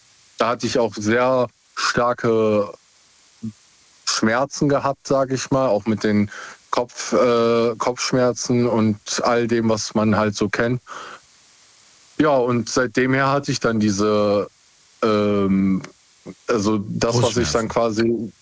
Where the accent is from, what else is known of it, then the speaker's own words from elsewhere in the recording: Essen, North Rhine-Westphalia, Germany; Aus Essen.